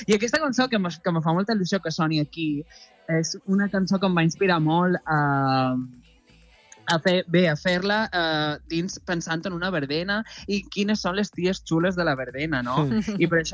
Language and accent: Catalan; Mallorca, Balearic Islands, Spain; Els meus pares són de fora, però jo sóc d'aquí